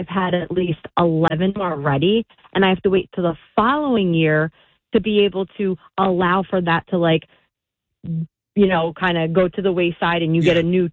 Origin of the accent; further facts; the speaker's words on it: New Jersey, United States; moved away as an adult; also born or lived in Staten Island, New York; now in Freehold, United States; So I used to live in Staten Island, and I moved to Jersey, but I'm originally from Jersey.